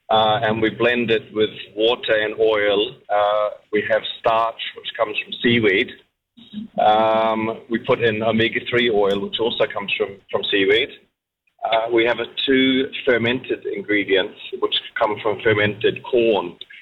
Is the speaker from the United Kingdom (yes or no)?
no; New Zealand; now in Sweden; So I'm a Kiwi living here in Sweden